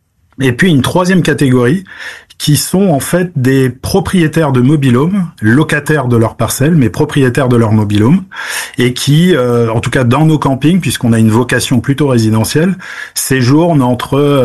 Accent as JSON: {"language": "French", "region": "Normandy", "country": "France", "said": "nous on est normand de base"}